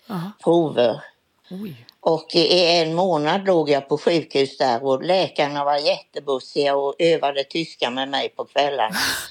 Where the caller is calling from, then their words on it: Eksjö, Jönköping County, Sweden; Och då flyttade jag hem till Eksjö igen.